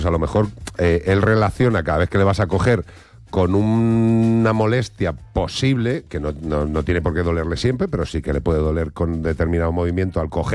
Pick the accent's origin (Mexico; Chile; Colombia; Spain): Spain; A ver, yo amo lo que tengo en mi país y me encanta, pero lo que te quiero decir es que aves de proximidad, en España tenemos aves de proximidad pequeñitas.